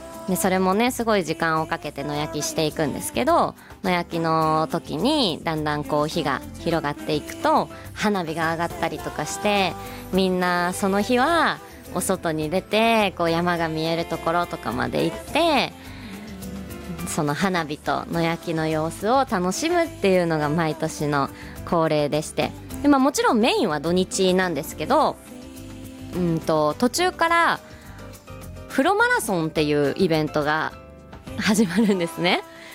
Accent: Beppu, Oita, Japan; moved away as an adult; now in Hokkaido, Japan; 私ももちろん今までは別府市民として参加していたけれども、今年からは県外の北海道から参加するものとして行ってきたんですが、

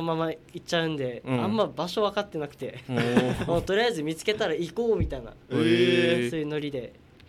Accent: Uruma, Okinawa, Japan; now in Nago, Japan; 自分は出身は沖縄のうるま市っていう中部のところが出身です

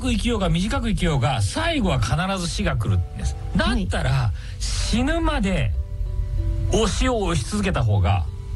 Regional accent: Nishio, Aichi, Japan; 私愛知県西尾市の西尾高校出身なんですけど

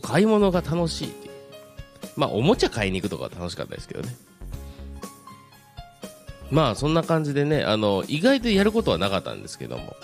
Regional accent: Kyoto, Japan; 僕も昔はですね、生まれも育ちもずっと京都市だったんですけども、父の実家がですね、舞鶴の方にありまして、

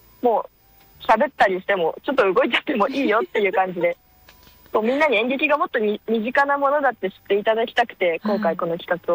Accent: Fukushima, Japan; now in Tokyo, Japan; 私福島県出身ということもあって

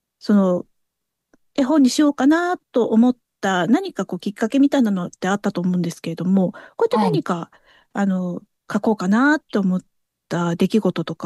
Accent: Chiba, Japan; born there; also born or lived in Fukuroi, Shizuoka; 私は生まれて1ヶ月だけだったんですけど、その後千葉に行ってしまったので、はい、住んではいないんですけれども、母の実家が静岡なので親戚が静岡に多いんです。

